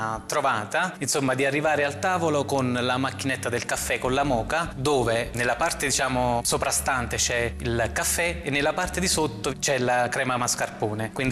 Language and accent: Italian; Taurasi, Campania, Italy; Taurasi è il mio paese di origine, è il paese a cui sono molto legato, è un paese che vorrei che risuonasse così come il nome fa.